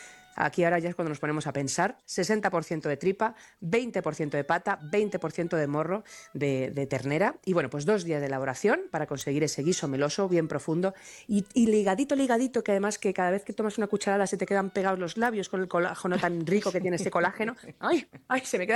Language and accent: Spanish; Madrid, Community of Madrid, Spain; born there; Una madrileña fetén de nacimiento, como yo